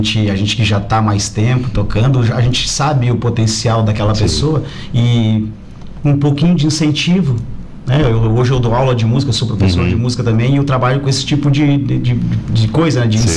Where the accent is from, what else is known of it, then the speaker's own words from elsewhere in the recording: Praia Grande, Santa Catarina, Brazil; Eu sou de Praia Grande. É? Lá da Praia Grande, vem de lá. Comecei, trabalhava na roça, com meu pai, com a minha mãe.